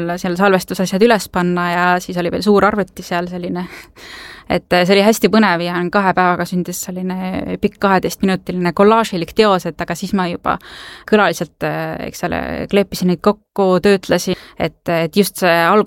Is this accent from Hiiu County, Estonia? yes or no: yes; Kärdla, Hiiu County, Estonia; See oli siis Hiiumalt, kus ma pärit olen Kärdla muusikakoolis